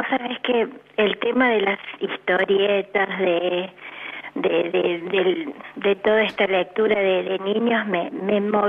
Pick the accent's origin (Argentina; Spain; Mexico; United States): Argentina; Buenos Aires; also born or lived in Monte Grande; now in Villa María, Argentina; Vos sabés que soy oriunda de Buenos Aires. Con mis padres vinimos a Villa María por un negocio por 2 años y hace 50 que vivo en Villa María.